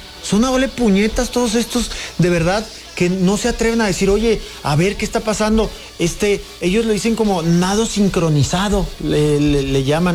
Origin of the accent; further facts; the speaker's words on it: Chihuahua, Mexico; él es de Coahuila, yo soy de Chihuahua.